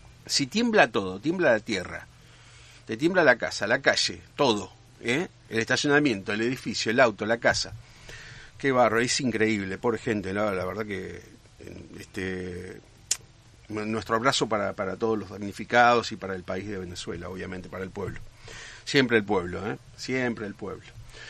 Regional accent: Diamante, Entre Ríos, Argentina; born there; now in Paraná, Argentina; Yo soy entrerriano, ¿qué va a ser? Soy de acá, nací en Diamante y vivo acá en Paraná.

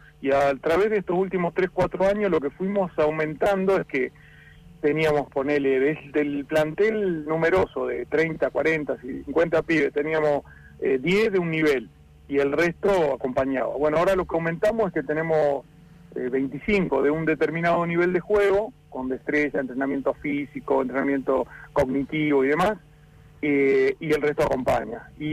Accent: Comodoro Rivadavia, Chubut, Argentina; nosotros somos patagónicos y somos comodorenses, por sobre todas las cosas

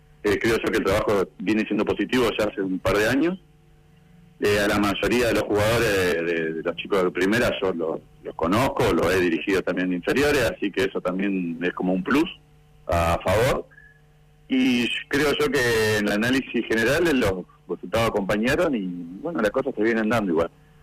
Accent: Comodoro Rivadavia, Chubut, Argentina; born there; also born or lived in Buenos Aires / Córdoba; Yo no soy acá de Comodoro, soy nacido en Buenos Aires, viví unos años en Córdoba y en el año 98 nos radicamos acá con mi familia, mis padres, mis hermanos en ese momento, acá en Comodoro

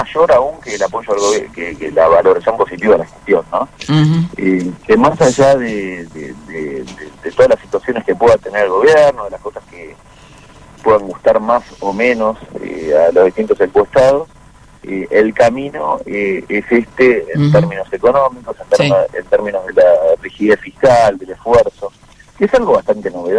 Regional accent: Argentina; Y la idea esta de que tenemos, quizás como argentinos muchas veces, es que no hay restricción presupuestaria.

